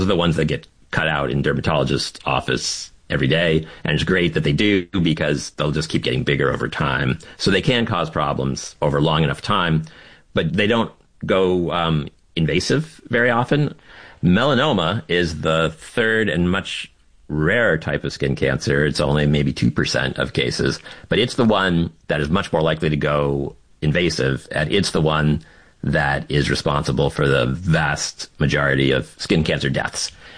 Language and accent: English; Florida, United States; Like, I grew up in Florida in the 80s and 90s.